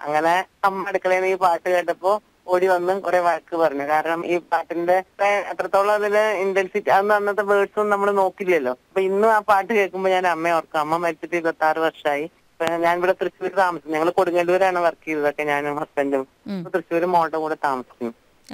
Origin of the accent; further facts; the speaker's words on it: Shoranur, Kerala, India; moved away as an adult; also born or lived in Kodungallur; now in Thrissur, India; ഞാൻ ഷൊർണൂരാണ് ജനിച്ചത്. പരുത്തിപ്ര എന്ന് പറഞ്ഞിട്ടൊരു ബന്ധപ്പെട്ട തീരത്തുള്ള ഒരു വീട്ടില്